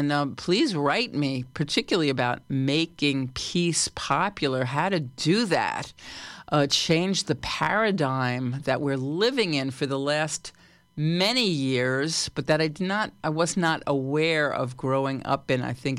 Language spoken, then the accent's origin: English; New York City, New York, United States; And I come from New York City, and man, that's so organized and feels so safe relative to Nepal and other places I've been.